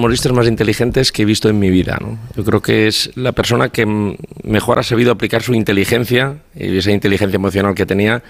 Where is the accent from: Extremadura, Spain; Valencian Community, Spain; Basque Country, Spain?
Valencian Community, Spain